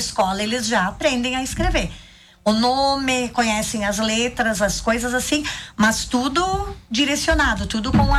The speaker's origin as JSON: {"language": "Portuguese", "town": "Ipumirim", "region": "Santa Catarina", "country": "Brazil", "tie": "born or raised there", "said": "eu nasci e me criei em Ipumirim."}